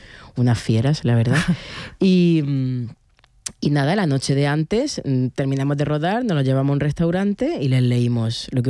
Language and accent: Spanish; Almería, Andalusia, Spain; moved away; A mí Almería, aparte de evidentemente lo emocional que me conecta, ¿no? Por haberme criado allí, mi familia sigue allí